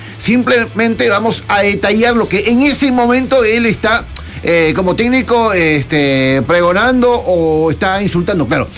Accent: Peru; Al final, todos somos periodistas deportivos peruanos, Arequipa, Piura, Cusco, Lima, así que no hay que diferenciar.

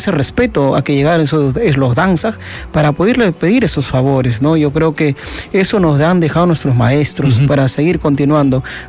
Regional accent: Puquio, Ayacucho, Peru; la parte costumbre de mi pueblo de Puquio por parte de mis padres

